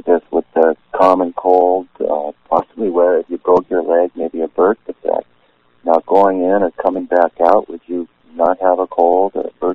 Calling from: Monterey Peninsula, California, United States; I'm calling from the Monterey Peninsula.

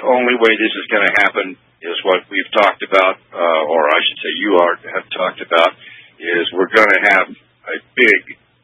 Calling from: Coachella, California, United States; I'm a truck driver. I'm calling from Coachella, California.

